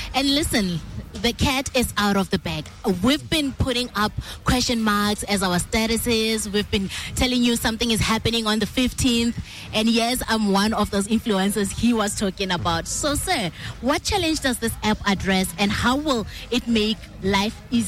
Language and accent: English; Botswana; I grew up in Botswana, but I've been to Maun once.